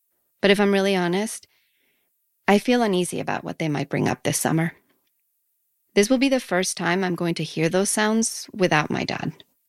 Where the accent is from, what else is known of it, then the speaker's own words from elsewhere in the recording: Mexico; If I go back to the foggy burst of memories of my very early years growing up in Mexico, I can see him sitting cross-legged on the carpet close to the boxy TV.